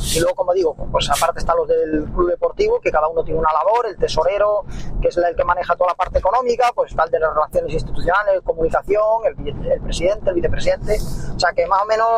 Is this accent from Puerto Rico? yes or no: no; Vigo, Galicia, Spain; moved away as an adult; now in Almería, Spain; yo soy gallego, soy de Vigo.